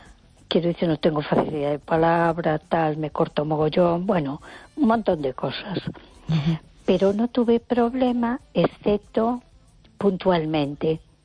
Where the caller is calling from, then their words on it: A Coruña, Galicia, Spain; de Coruña.